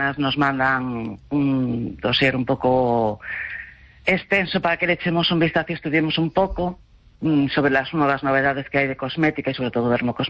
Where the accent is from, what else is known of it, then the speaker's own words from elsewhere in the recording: Ferrol, Galicia, Spain; Playas. Playas, mar, acantilados. Fue un poco eso, recordarme a mi zona, a mi tierra.